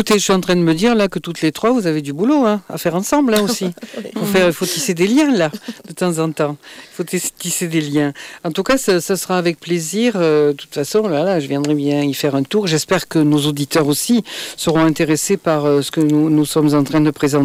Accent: Montpellier, Occitanie, France; born there; j'y suis née dans cette ville, moi. … je suis née ici à Montpellier.

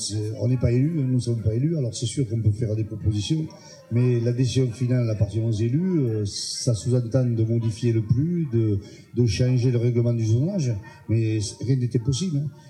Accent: Pézenas, Occitanie, France; chez nous, à Pézenas

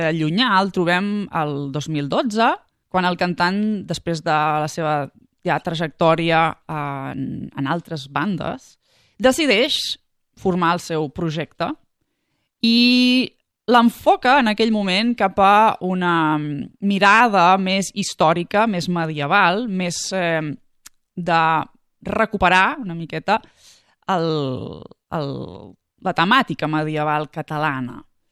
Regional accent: Figueres, Catalonia, Spain; born there; I jo mateixa … que vaig néixer a Figueres.

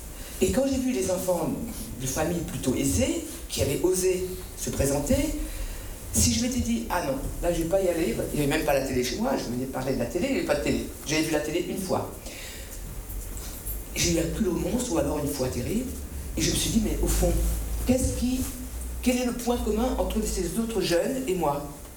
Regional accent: Réunion; Alors chez nous, à La Réunion, c'était la télé de l'État, et l'État c'est le préfet

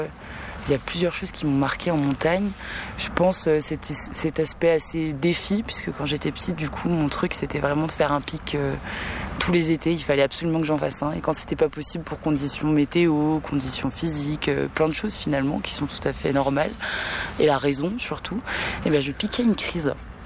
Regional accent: Nantes, Pays de la Loire, France; je viens d'un milieu très marin, très nautique, et puisque je viens de Nantes.

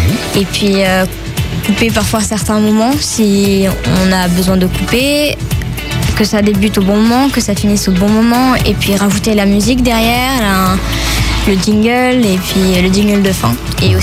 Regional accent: Landes, Nouvelle-Aquitaine, France; je viens des Landes, je suis à côté de Gabarret et je suis au lycée à Condon.

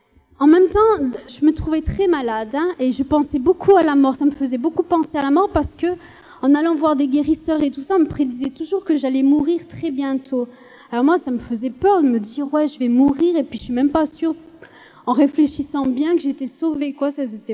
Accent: France; also born or lived in Algeria; Je viens d'une famille algérienne. Je suis née en Algérie, mais j'ai grandi en France. Et ma famille est musulmane pratiquante.

